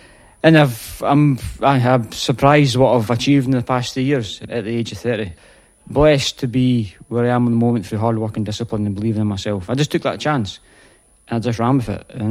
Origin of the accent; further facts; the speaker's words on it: Edinburgh, Scotland, United Kingdom; I like to put Leaf on the map as much as I can because I grew up in that place all my life, and it's a special place, a very special place.